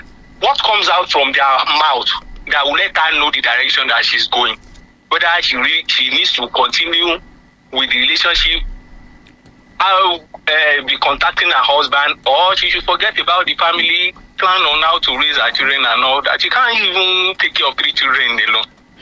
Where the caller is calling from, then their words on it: Ibadan, Oyo, Nigeria; calling from Ibadan.